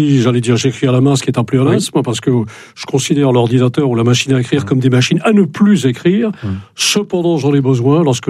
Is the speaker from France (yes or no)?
yes; Brittany, France; quand on est breton, quand on aime la Bretagne, c'est une poésie permanente comme ça qu'on a au cœur, qu'on a dans le sang